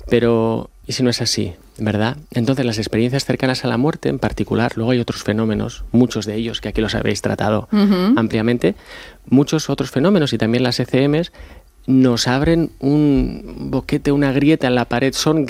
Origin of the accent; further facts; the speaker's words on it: Barcelona, Catalonia, Spain; now in Alicante, Spain; aunque yo soy de Barcelona, pero ya hace casi 10 años que estoy